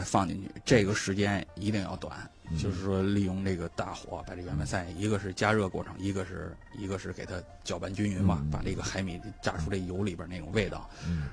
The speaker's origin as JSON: {"language": "Chinese", "region": "Beijing", "country": "China"}